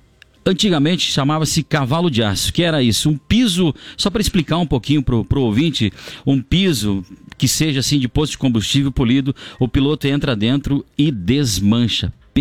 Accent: Francisco Beltrão, Paraná, Brazil; A gente vem lá de Francisco Beltrão, do Paraná.

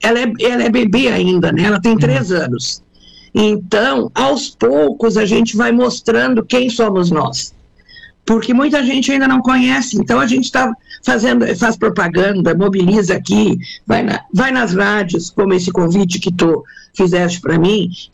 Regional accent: Rio Grande do Sul, Brazil; now in Arroio do Silva, Santa Catarina, Brazil; Eu sempre fui professora, muito urbana, sempre morei em cidade, sou do Rio Grande do Sul, e nós tínhamos casa aqui no Arroio.

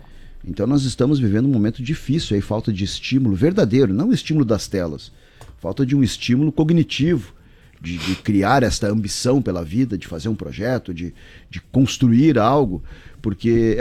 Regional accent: Brazil; nós brasileiros latinos

